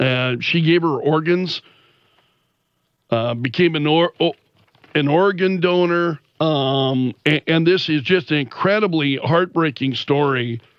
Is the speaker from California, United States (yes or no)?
no; Sioux Falls, South Dakota, United States; I'm from Sioux Falls. I've grown up here. You know how much I love this community.